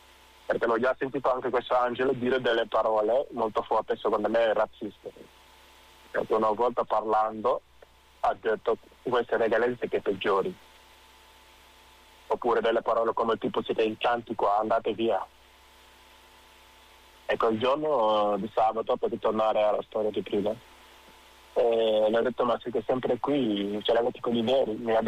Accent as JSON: {"language": "Italian", "country": "Senegal", "moved": "yes", "lives_now": "Italy", "said": "vengo dal Senegal, di origine senegalese ovviamente, sono in Italia dal 2011"}